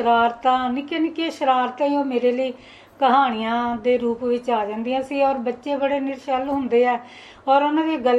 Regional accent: Moga, Punjab, India; moved away as an adult; also born or lived in Jagraon / Ludhiana district; ਜੋ ਮੇਰਾ ਜਨਮ ਸਥਾਨ ਹੈ ਉਹ ਮੋਗਾ, ਜਿਹੜਾ ਹੁਣ ਜ਼ਿਲ੍ਹਾ ਬਣ ਚੁੱਕਿਆ, ਉਦੋਂ ਫਰੀਦਕੋਟ ਦਾ ਹਿੱਸਾ ਸੀ। ਉਸ ਟਾਈਮ ਬਹੁਤ ਹੀ ਪਛੜਾ ਜਿਹਾ ਇਲਾਕਾ ਸੀਗਾ

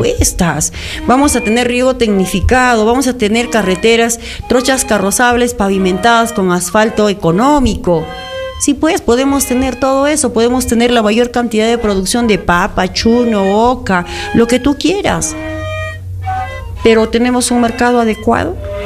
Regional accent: Huanta, Ayacucho, Peru; Somos guantinos

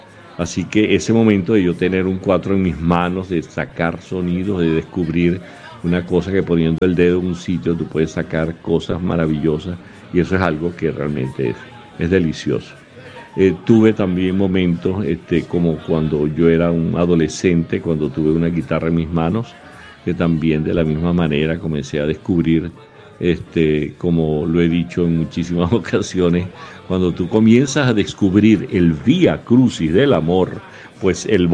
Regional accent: Calabozo, Guárico, Venezuela; moved away; yo soy de Calabozo, Estado Guárico

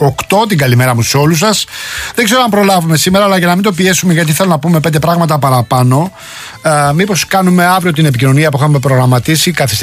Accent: Rafina, Attica, Greece; εκεί στην πατρίδα μου, στο λιμάνι της Τραφίνας

